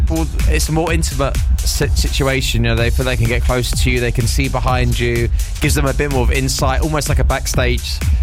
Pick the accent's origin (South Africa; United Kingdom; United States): United Kingdom; England; I'm from England